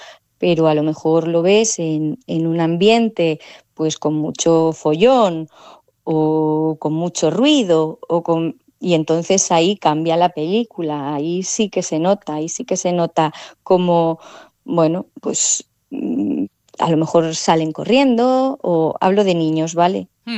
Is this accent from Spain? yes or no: yes; Oviedo, Asturias, Spain; now in Luarca, Spain; yo soy de Oviedo. Llevo aquí desde el 2018 por circunstancias personales.